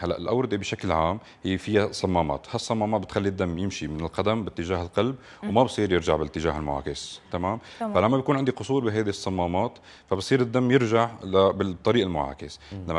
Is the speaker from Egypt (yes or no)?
no; Syria; ونحن عنا سوريين